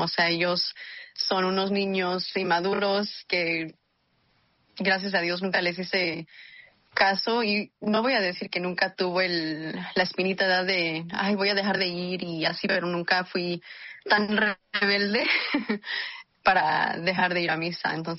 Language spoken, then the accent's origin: Spanish; Anderson, California, United States; born or raised there; also born or lived in Sacramento